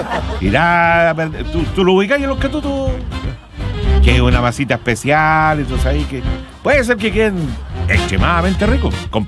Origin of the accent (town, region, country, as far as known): Talcahuano, Biobío, Chile; born there